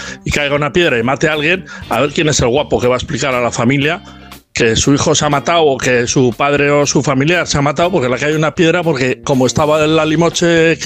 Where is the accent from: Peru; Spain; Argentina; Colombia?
Spain; San Sebastián, Basque Country